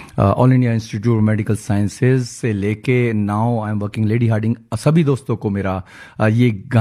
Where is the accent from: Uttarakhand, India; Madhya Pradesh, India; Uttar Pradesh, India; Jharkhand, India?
Uttarakhand, India; now in New Delhi, India; मैं देवभूमि से हूँ, देवभूमि उत्तराखंड से